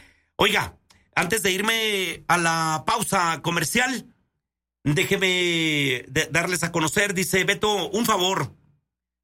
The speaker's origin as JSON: {"language": "Spanish", "country": "Mexico"}